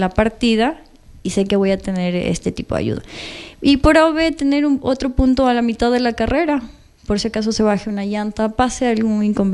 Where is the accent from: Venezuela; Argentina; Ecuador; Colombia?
Ecuador